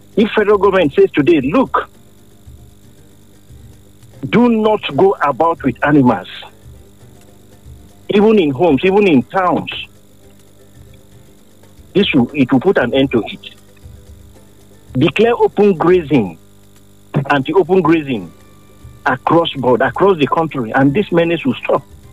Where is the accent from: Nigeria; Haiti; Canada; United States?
Nigeria; I'm speaking as a Nigerian